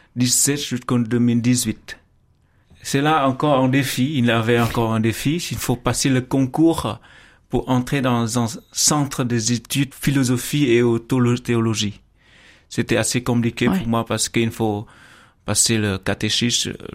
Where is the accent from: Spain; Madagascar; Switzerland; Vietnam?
Vietnam; French is a second language; moved away as an adult; now in France